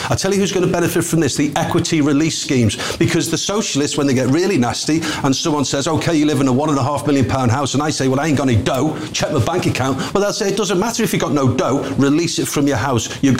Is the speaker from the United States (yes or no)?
no; Midlands, United Kingdom; I come from the Midlands. I've driven 96 miles to get here.